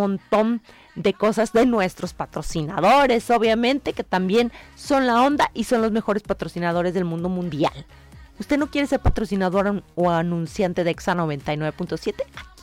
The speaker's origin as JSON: {"language": "Spanish", "country": "Mexico", "said": "Así somos los mexicanos."}